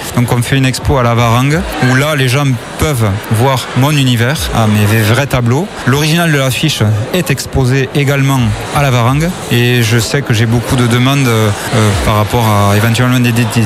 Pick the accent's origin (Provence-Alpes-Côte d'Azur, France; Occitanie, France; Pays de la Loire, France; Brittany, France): Occitanie, France; Vic-Fezensac; moved away as an adult; now in Hossegor, France; je suis originaire de Vic-Fezensac et j'habite à Haussegor, ça fait une trentaine d'années.